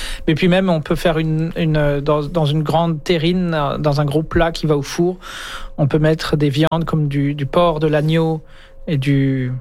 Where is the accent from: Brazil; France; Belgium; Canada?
France; Grand Est; moved away; Moi, je viens de l'Alsace en France.